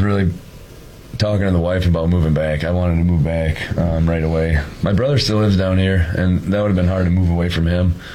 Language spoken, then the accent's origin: English; Minnesota, United States; also born or lived in La Crosse, Wisconsin, United States; Well, yeah, I was raised in Minnesota, but because our hometown did not have a hospital, so it does say that I like on my profile.